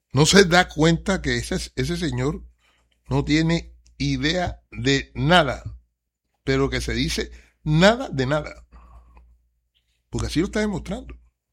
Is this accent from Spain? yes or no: no; Colombia; esa es la tristeza más grande que a uno como colombiano le da.